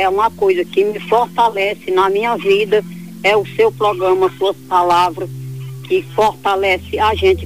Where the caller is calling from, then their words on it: Picos, Piauí, Brazil; Eu falo de Picos do Piauí.